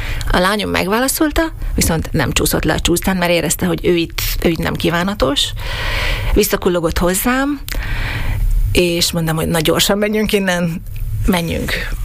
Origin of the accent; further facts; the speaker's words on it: Slovakia; Én ezen a környéken nőttem föl, egy színmagyar családban, ahol nem beszélt senki szlovákul, néha a szüleim kollégái, vagy utcabeliek, de ritka volt, hogy én a szlovák nyelvvel a magánéletemben találkoztam volna.